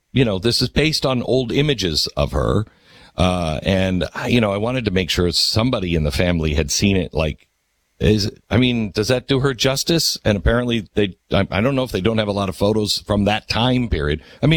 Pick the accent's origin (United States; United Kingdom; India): United Kingdom; England; I could go over and say I'm an Englishman my whole life, but they never think I was English.